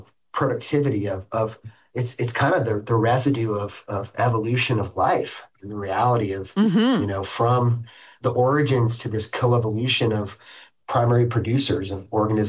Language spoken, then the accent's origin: English; Chico, California, United States; growing up in Chico and growing up around kids whose parents were professors